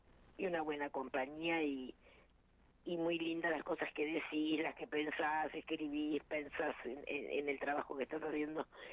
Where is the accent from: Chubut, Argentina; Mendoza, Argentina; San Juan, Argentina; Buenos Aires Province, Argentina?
Buenos Aires Province, Argentina; Lanús; Toda la vida estoy acá, sí, acá me dejó la cigüeña y acá, te juro que la cigüeña me dejó acá.